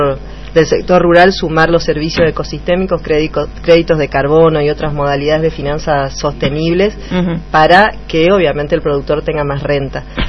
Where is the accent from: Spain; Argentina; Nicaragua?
Argentina; El Sauzalito, Chaco; con orgullo me considero norteña, como digo, y de Sausalito, del Impenetrable